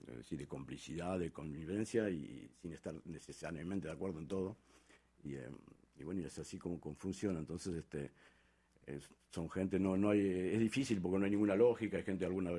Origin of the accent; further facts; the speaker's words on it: Argentina; no sé, en mi país, en Argentina, o y acá también, a veces la gente les critica a los políticos que tal vez sean un poco más calmos